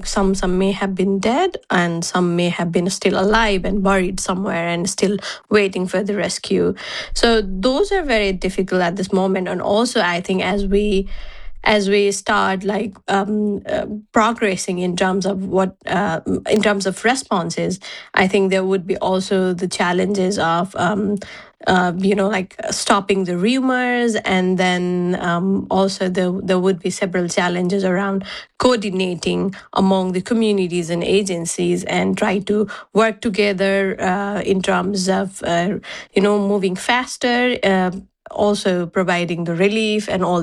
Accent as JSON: {"language": "English", "country": "Nepal", "second_language": "English", "said": "What I see I am local from Nepal"}